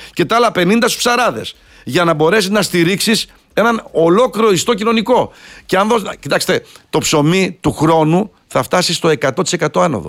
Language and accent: Greek; Vyzitsa, Thessaly, Greece; Είμαστε και συντοπίτες από το Πύλιο